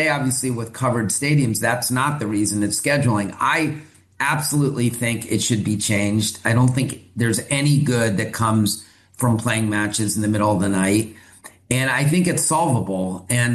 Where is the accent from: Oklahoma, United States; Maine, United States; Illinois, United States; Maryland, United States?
Maryland, United States; We didn't have a team in DC, and I grew up in Maryland, so I love the Orioles.